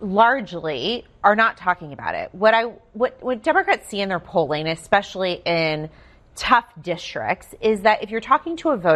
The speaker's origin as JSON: {"language": "English", "region": "Texas", "country": "United States", "said": "We're seeing it in my home state of Texas, where my sister is running for governor."}